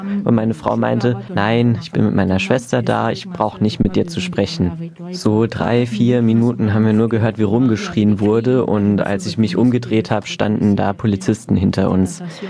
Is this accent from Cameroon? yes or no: yes; Cameroon; German is a second language; moved away as an adult; now in Germany; Ich komme aus Kamerun.